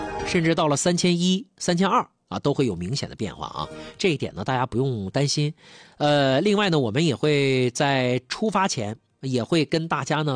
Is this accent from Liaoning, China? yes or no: yes; Dalian, Liaoning, China; 对于大连的朋友来说的话呢兴致不高，因为我们就是海边长大